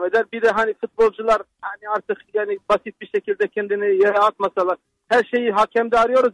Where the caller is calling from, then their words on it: Şanlıurfa, Turkey; Şanlıurfa'dan arıyorum